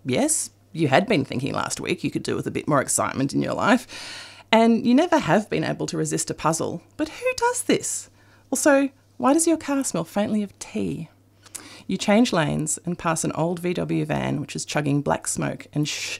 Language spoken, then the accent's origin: English; Castlemaine, Victoria, Australia; starting off in your small town, which may or may not have some resemblance to my hometown of Castlemaine.